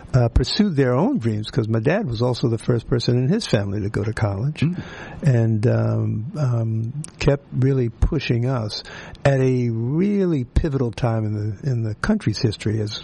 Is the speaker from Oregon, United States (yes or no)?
no; Philadelphia, Pennsylvania, United States; In Philadelphia, absolutely, yeah.